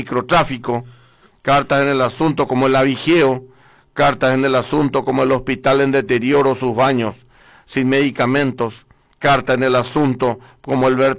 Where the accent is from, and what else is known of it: Carapeguá, Paraguarí, Paraguay